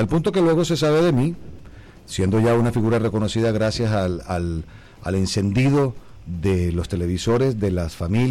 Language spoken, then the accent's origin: Spanish; Barranquilla, Atlántico, Colombia; Yo vengo de la pobreza extrema. Yo nací en un barrio de Barranquilla que se llama el barrio San Roque.